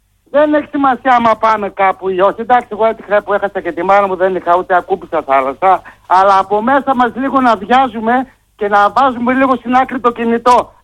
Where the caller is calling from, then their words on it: Thessaloniki, Central Macedonia, Greece; σαν Έλληνα, γνήσιο βέρο Σαλονικιό, Βορειοαδίτη Μακεδόνα